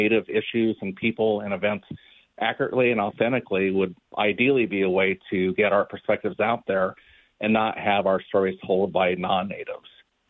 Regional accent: Lewiston, Idaho, United States; He was a sports and feature reporter for the Lewiston Morning Tribune in my hometown of Lewiston, Idaho.

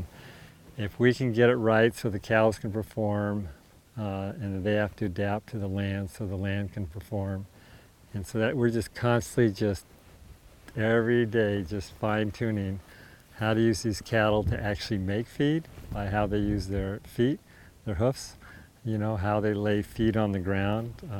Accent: Montana, United States; Whereas now, you know, I'm from the Musselshell watershed, central Montana, and, you know, I'm part of a community that goes north and south of the Missouri River.

